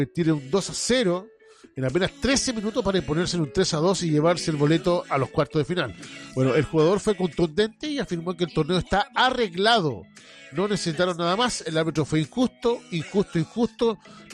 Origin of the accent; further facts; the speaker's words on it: Chile; siendo chileno